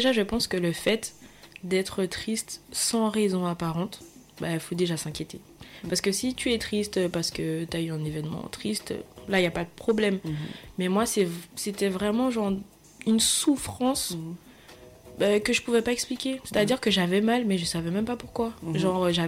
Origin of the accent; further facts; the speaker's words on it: Guadeloupe; j'ai grandi en Guadeloupe avec mes parents et tout.